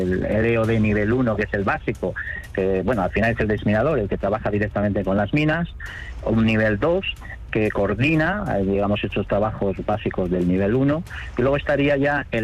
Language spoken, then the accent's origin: Spanish; Asturias, Spain; soy un asturiano de pura cepa